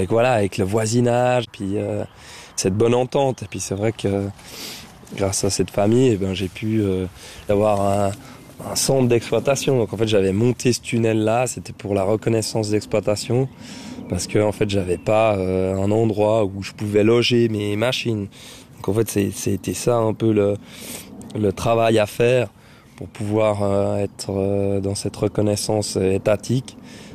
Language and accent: French; Versoix, Geneva, Switzerland; Je suis originaire de Versoix. J'ai grandi dans la cité.